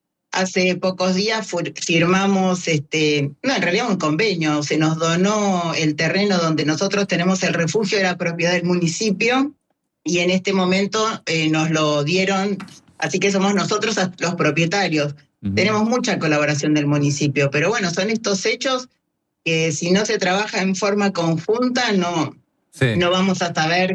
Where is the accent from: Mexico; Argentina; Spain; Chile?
Argentina; Vicente López, Buenos Aires Province; now in Bolívar, Argentina; Yo originalmente soy de Buenos Aires, de Vicente López.